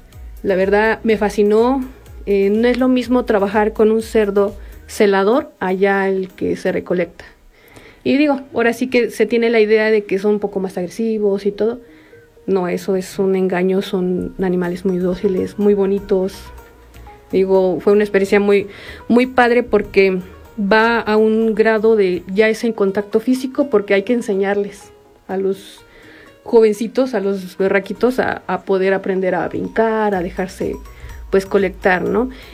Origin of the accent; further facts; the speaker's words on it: El Meje, Hidalgo, Mexico; esto ya es más de parte de la comunidad donde soy yo, del Meje, del municipio del Arenal